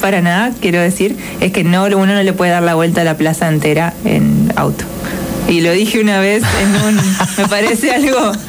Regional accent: Buenos Aires Province, Argentina; now in Paraná, Argentina; yo vengo de provincia de Buenos Aires, pero de la zona del conurbano, es decir, que uno viaja mucho todo el tiempo de una ciudad a otra para cualquier cosa

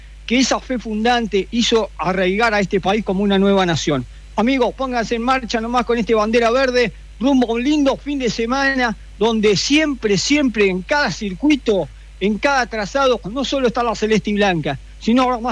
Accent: Argentina; se nos identifica como argentinos

